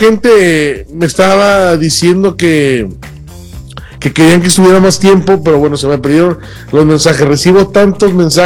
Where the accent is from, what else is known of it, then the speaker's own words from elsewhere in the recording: Mexico; somos mexicanos